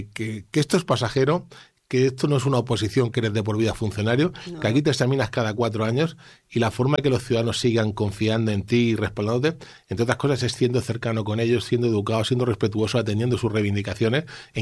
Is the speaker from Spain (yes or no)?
yes; Region of Murcia, Spain; cuando estoy en casa, más allá que también tengas que hacer actividad política ahí en la región de Murcia